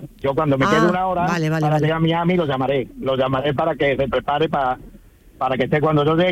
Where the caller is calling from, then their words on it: Fuentes de Andalucía, Andalusia, Spain; Yo vivo en Fuente de Andalucía